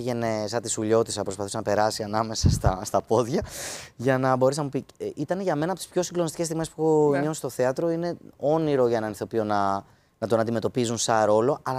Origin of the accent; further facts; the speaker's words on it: Dafni, Attica, Greece; also born or lived in Athens; Ναι, στην Αθήνα, αλλά ναι, μεγάλωσες στη Δάφνη.